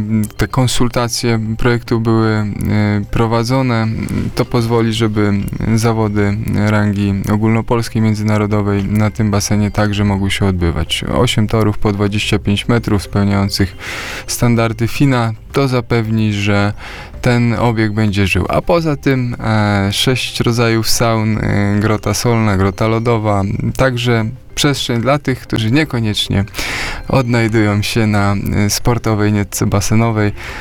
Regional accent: Otwock, Masovian Voivodeship, Poland; kiedy będzie basen w Otwocku, to pytanie, które w zasadzie słyszałem od zawsze, kiedy się urodziłem i mieszkałem w tym mieście.

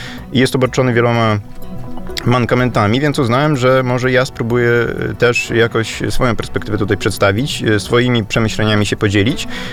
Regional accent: Lviv, Lviv Oblast, Ukraine; moved away as an adult; now in Poland; Osobiście sam pochodzę z Lwowa, z polskiej rodziny. 19 lat tam mieszkałem

